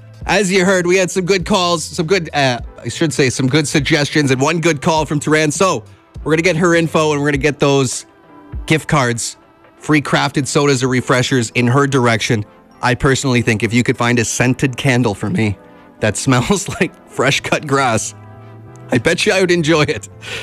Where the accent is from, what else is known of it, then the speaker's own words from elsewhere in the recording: Ontario, Canada; growing up in Northern Ontario